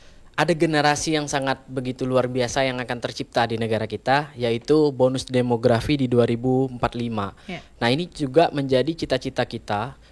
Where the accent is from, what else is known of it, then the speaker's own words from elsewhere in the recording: Sanggau, West Kalimantan, Indonesia; tapi ada juga kita-kita dari daerah. Seperti saya aslinya dari Sanggau.